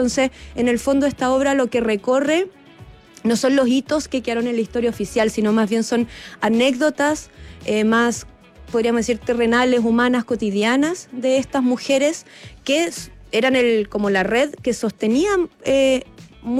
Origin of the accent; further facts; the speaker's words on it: Chiloé, Los Lagos, Chile; also born or lived in Santiago; Yo soy chilota.